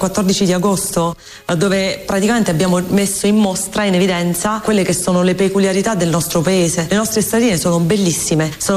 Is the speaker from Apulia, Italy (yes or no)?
yes; Volturino, Apulia, Italy; Volturino per me veramente è tutto, basti pensare che sono nata proprio a Volturino, quindi per me Volturino è bella gente, bella aria, ed è bello il fatto per esempio di uscire in piazza e trovare un sacco di persone dove comunque ci conosciamo tutti